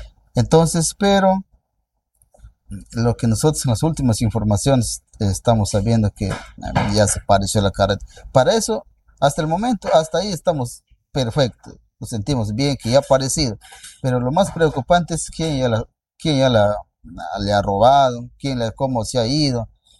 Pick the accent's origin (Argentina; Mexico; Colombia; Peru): Peru; San Martín; now in Tarapoto, Peru; yo soy del Bajo Huallaga